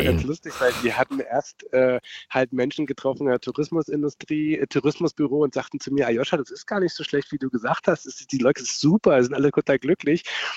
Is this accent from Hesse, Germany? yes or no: no; Magdeburg district, Saxony-Anhalt, Germany; moved away; also born or lived in Berlin; ich komme ja selber aus dem Bezirk Magdeburg, habe aber viele Jahre in Berlin gelebt